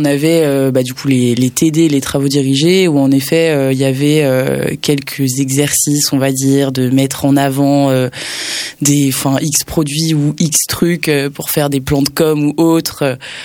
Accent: Nantes, Pays de la Loire, France; Je viens de Nantes. C'était pas très loin de chez moi. Rennes.

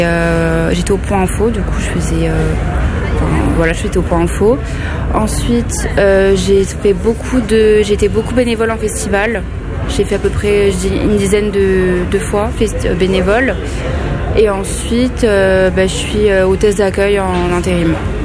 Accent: Toulouse, Occitanie, France; j'ai 27 ans, je viens de Toulouse et je suis agent d'accueil à l'espace presse.

